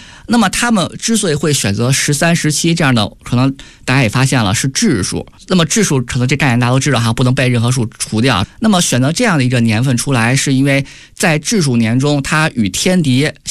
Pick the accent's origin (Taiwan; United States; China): China; Beijing; 咱们北京人啊给它起了非常非常生动的小名儿，